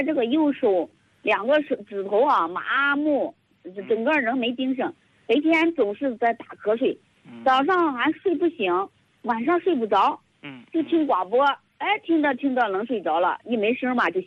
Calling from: Xi'an, Shaanxi, China; 我是这个陕西西安的。

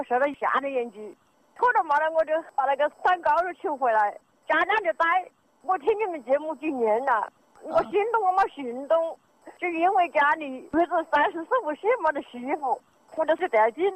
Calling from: Huangpi, Hubei, China; 我是黄皮的，

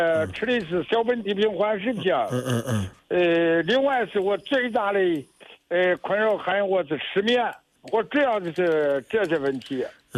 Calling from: Luoyang, Henan, China; 我是在河南洛阳的。

